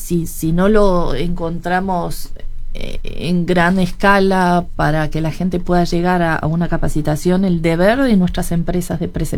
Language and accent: Spanish; Uruguay; nosotros también como uruguayos